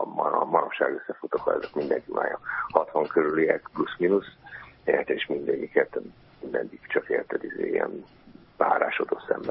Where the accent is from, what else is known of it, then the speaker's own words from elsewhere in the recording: Dunavarsány, Pest, Hungary; én Dunavarsájban születtem